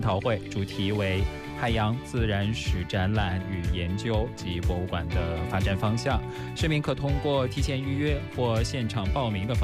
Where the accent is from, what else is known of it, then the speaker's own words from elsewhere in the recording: Tianjin, China; 小超就给我们提过那一句咱们天津人的经常念叨的一句话哈